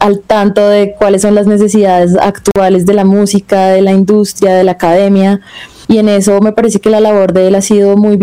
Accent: Colombia; now in Bogotá, Colombia; en lo que escuchamos acá en Bogotá

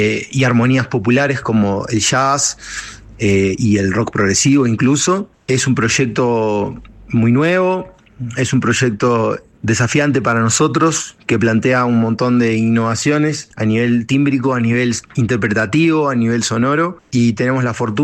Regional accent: Montevideo, Uruguay; Somos de Montevideo, Uruguay, y estamos en plena gira musical por este hermosísimo país. Ahora nos encontramos en Bogotá

